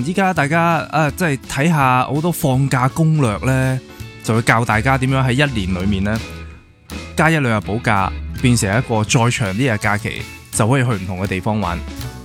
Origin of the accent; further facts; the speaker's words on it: Hong Kong; 我哋香港人